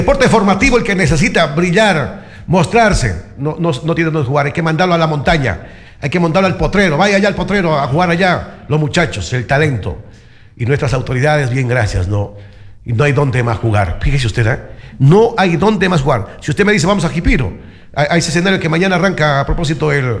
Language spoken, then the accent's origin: Spanish; Loja, Ecuador